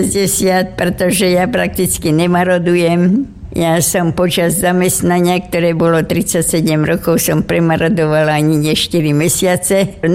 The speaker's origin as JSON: {"language": "Slovak", "town": "Malženice", "region": "Trnava Region", "country": "Slovakia", "tie": "born or raised there", "also_born_or_lived": "Lutiše", "said": "Bola to obec Lutiše, blízko Starej Bystrice v 36. roku. Ja som bola štvrtá a po mne sa narodili ešte dvaja bratia. Potom sme sa v 42. presťahovali do Malženic, kde som začala chodiť aj do rímskokatolíckej školy."}